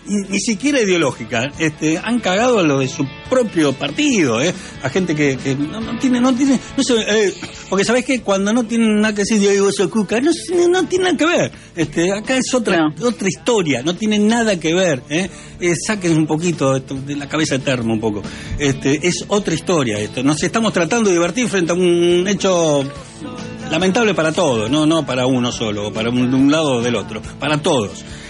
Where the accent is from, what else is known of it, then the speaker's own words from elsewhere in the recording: Lomas de Zamora, Buenos Aires Province, Argentina; voy a hablar de la gente de Loma de Zamora, mi gente, mi pueblo.